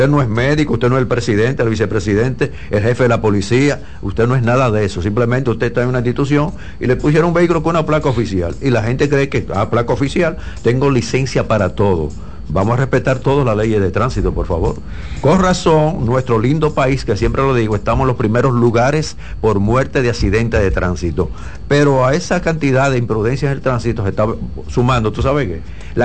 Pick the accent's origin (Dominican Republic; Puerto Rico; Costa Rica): Dominican Republic; esto es increíble lo que pasa en mi país